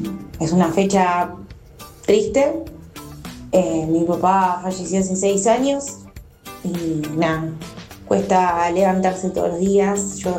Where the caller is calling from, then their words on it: Quilmes, Buenos Aires Province, Argentina; de Quilmes